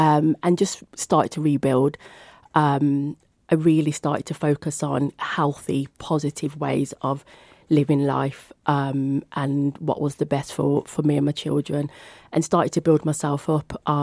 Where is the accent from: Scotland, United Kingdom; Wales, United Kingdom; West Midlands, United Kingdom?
West Midlands, United Kingdom; Birmingham; And then when I moved over to the Black Country, because I'm a Brummie.